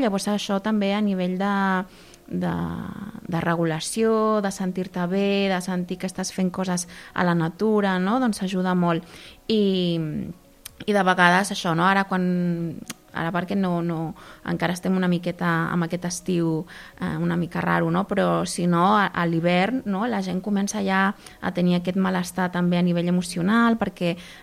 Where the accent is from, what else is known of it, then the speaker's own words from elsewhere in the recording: Argentina; now in Caldes, Spain; jo sóc de l'Argentina